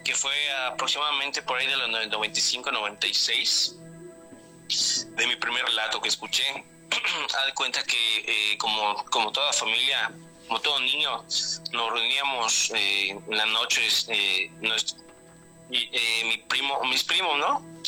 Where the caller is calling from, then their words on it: Mérida, Yucatán, Mexico; de Mérida, Yucatán.